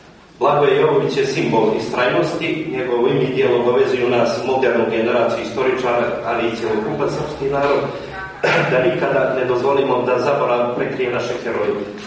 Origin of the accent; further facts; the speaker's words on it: Montenegro; now in Budva, Montenegro; istoričar, porijeklom sam Urine iz Merana, inače živim u Budvi. Velika mi je čast i privilegija što govorim, da kažem, u mom kraju, u mojoj republici dijelom.